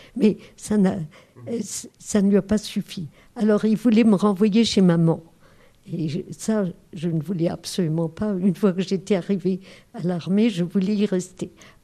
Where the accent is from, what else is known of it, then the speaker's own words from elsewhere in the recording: Metz, Grand Est, France; je suis de Metz et je parle l'allemand couramment.